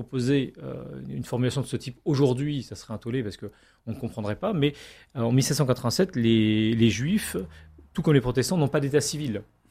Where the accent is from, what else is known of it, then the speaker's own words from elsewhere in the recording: Grand Est, France; Et donc l'abbé Grégoire aussi qui peut nous intéresser en tant que Lorrain